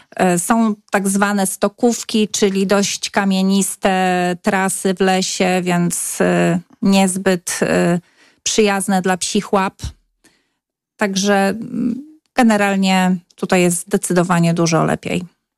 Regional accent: Subcarpathian Voivodeship, Poland; moved away as an adult; now in Podlaskie, Poland; Tak, przyjechałam z Podkarpacia w 2006 roku.

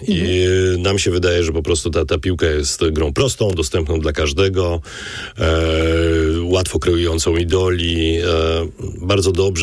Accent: Warsaw, Masovian Voivodeship, Poland; born there; Ja wychowywałem się na targówku przez parę lat

